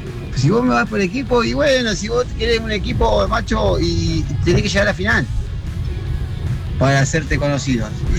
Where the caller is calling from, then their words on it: Marcos Paz, Buenos Aires Province, Argentina; Soy de Marcos Paz.